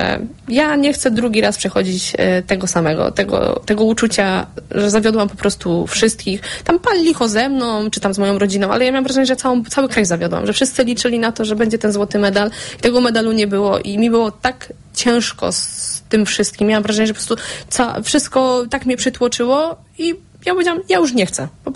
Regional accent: Kalisz, Greater Poland Voivodeship, Poland; u nas w Kaliszu

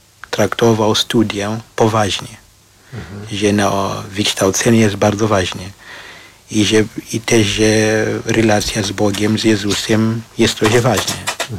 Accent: Marondera, Mashonaland East, Zimbabwe; Polish is a second language; moved away as an adult; now in Poland; Ja urodziłem się w Zimbabwe, w Marondera. To jest taki małe miejsce, miejscowość raczej, w Zimbabwe.

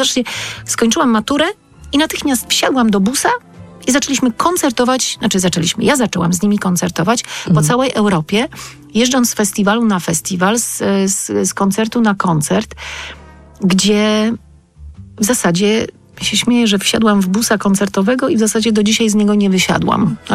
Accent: Wroclaw, Lower Silesian Voivodeship, Poland; Ja się wychowywałam i urodziłam się we Wrocławiu i tam szybko się zorientowałam, że są teatry, do których można sobie chodzić

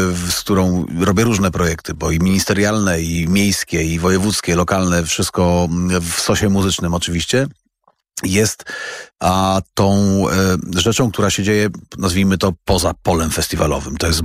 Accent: West Pomeranian Voivodeship, Poland; born or raised there

